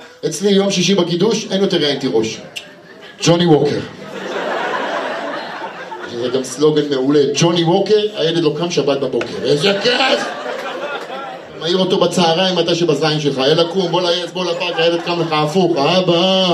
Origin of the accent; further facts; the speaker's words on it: Lod, Central District, Israel; עכשיו, אני במקור, אני מילוד, אני, היו לה כמה קפיצות בחיים